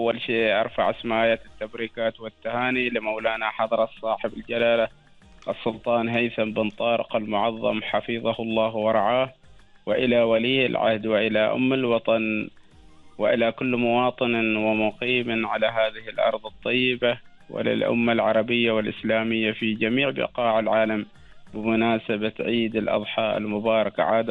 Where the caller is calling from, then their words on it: Al-Musanaah, South Al Batinah, Oman; أكلمك من ولايتي، ولاية المصنعة، منطقتي، منطقة شرس الهدابة.